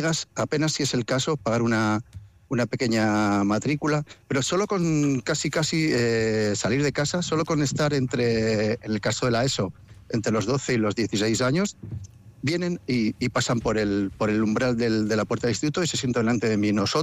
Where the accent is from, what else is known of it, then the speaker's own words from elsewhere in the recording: La Rioja, Spain; Claro, y soy riojano y tengo muchos amigos que trabajan en Madrid y también en Andalucía.